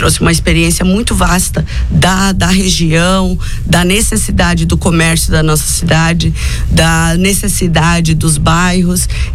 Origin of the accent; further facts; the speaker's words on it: Blumenau, Santa Catarina, Brazil; moved away as an adult; now in Balneário Camboriú, Brazil; nasci no meio oeste catarinense, me criei em Blumenau, casei, vim para Balneário Camboriú há uns 30 anos atrás.